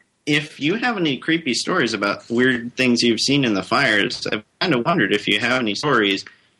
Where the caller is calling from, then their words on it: Idaho, United States; I'm up in northern Idaho, and we're surrounded by fires.